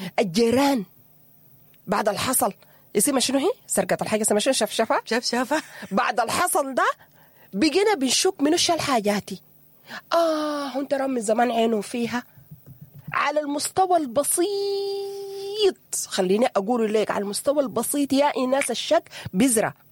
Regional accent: Sudan; نحن ظلمنا كسودانيين في الحرب

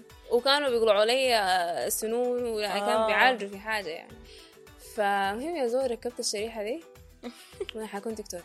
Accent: Sudan; moved away as an adult; عندنا في السودان

